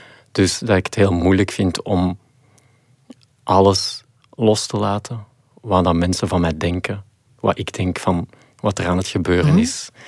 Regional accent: Mechelen, Antwerp, Belgium

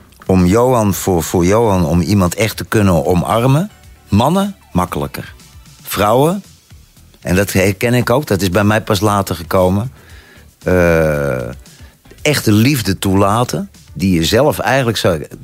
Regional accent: Netherlands; now in Belgium; Want ik kwam uit Nederland.

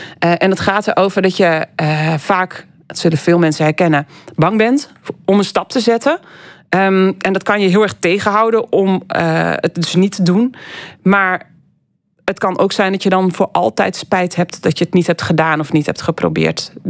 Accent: Drenthe, Netherlands; accent: Drents; ouders samen Drents. Maar zo gauw ze dan tegen ons praten, dan gingen ze over in het Nederlands. En wij spraken Nederlands met elkaar.

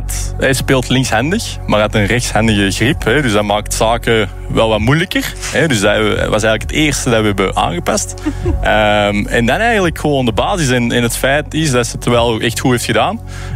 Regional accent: Antwerp, Flanders, Belgium; Antwerpen.

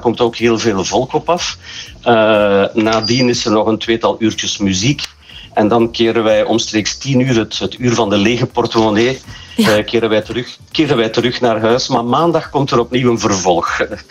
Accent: Terhalfene, Flanders, Belgium; Nu, onze bijnaam, wij zijn zotten van Terhalfenen. Wij zijn niet gek, maar wij maken heel veel plezier.

